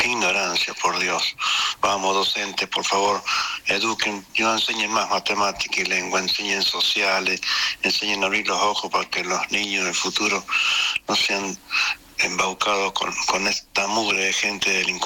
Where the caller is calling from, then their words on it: Argentina; Somos masoquistas los argentinos